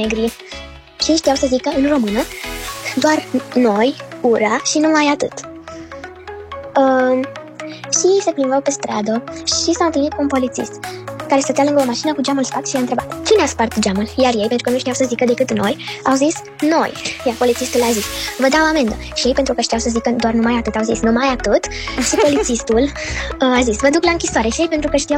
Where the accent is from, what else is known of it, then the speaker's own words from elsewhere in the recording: Bucharest, Romania; din București, am 6 ani